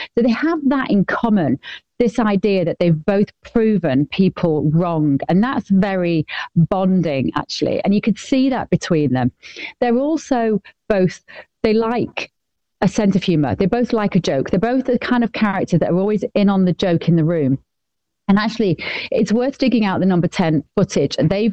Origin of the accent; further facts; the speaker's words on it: Manchester, North West England, United Kingdom; I didn't know whether Andy Burnham would remember that I'm from Manchester, to be honest.